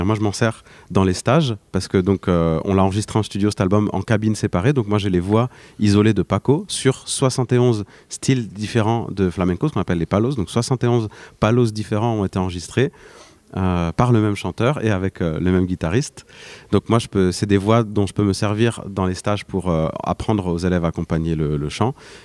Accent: Caen, Normandy, France; ici à Caen, ma ville natale

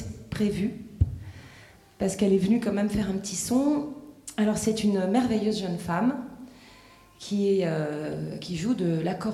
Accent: Paris, Île-de-France, France; moi, je suis, bon, une citoyenne du monde, mais je viens de Paris

